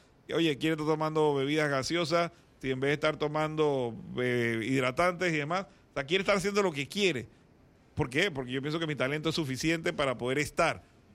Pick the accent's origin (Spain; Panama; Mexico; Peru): Panama